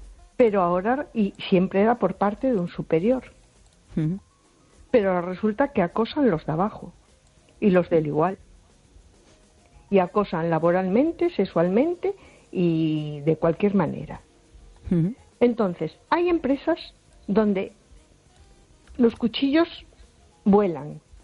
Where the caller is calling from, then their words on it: A Coruña, Galicia, Spain; Hola, buenas noches. … de Coruña.